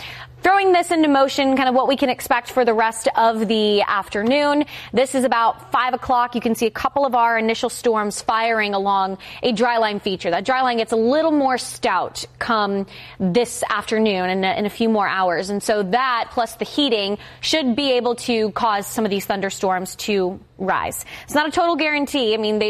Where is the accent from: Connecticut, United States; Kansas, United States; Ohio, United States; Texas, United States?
Texas, United States; Austin; growing up in Austin the majority of my life.